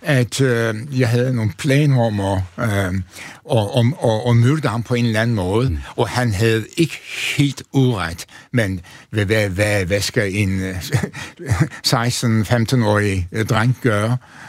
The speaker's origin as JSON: {"language": "Danish", "region": "Antalya", "country": "Turkey", "tie": "born or raised there", "said": "Altså, jeg kommer fra en sådan en den overmiddelklasse familie. Altså, min far var apoteker, tjente mange penge i den lille by Antalya, som er kæmpestor, trist by."}